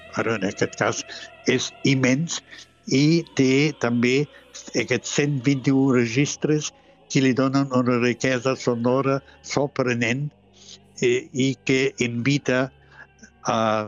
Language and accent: Catalan; Germany